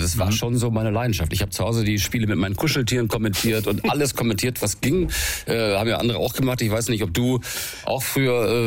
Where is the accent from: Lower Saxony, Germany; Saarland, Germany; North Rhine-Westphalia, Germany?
Lower Saxony, Germany; Melle; also born or lived in Celle; Aber das war natürlich in Melle, da bin ich groß geworden, in Celle geboren, aber in Melle aufgewachsen, Niedersachsen.